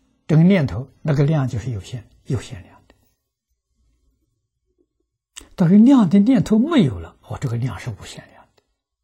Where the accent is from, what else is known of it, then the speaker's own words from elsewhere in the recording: China; 我们中国人